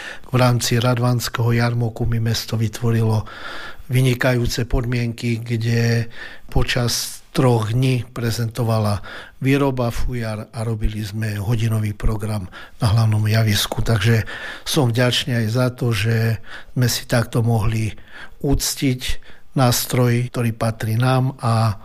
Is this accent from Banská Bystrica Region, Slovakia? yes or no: yes; Banská Bystrica Region, Slovakia; keďže pochádzam z Horehronia